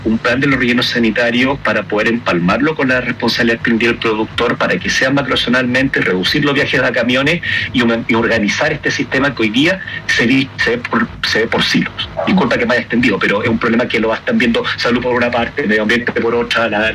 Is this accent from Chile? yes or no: yes; Iquique, Tarapacá, Chile; Te digo, yo soy de Iquique, el comportamiento de la gente de Iquique es muy distinto al comportamiento de la gente que vive en Valdivia